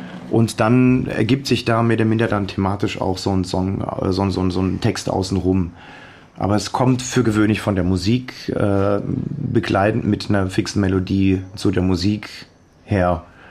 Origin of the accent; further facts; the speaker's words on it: Hesse, Germany; Ich bin Hesse, gell?